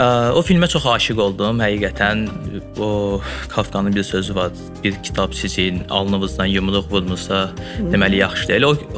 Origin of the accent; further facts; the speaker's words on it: Baku, Azerbaijan; born there; Bakıda doğulmuşam, Azərbaycan Dillər Universitetini bitirdim.